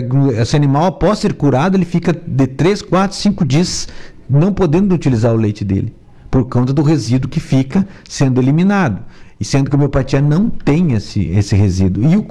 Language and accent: Portuguese; Rio Grande do Sul, Brazil; now in Santa Catarina, Brazil; Eu sou gaúcho, né?